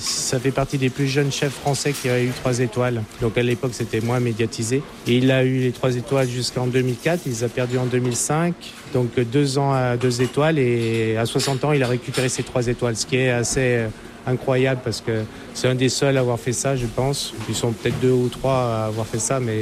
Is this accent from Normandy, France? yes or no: yes; Rouen, Normandy, France; moved away; Voilà, ça fait maintenant 17 ans que je suis à Chani. Je suis originaire de Rouen